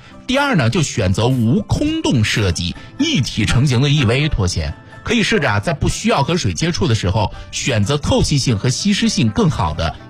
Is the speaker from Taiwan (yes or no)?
no; China; 我们中国人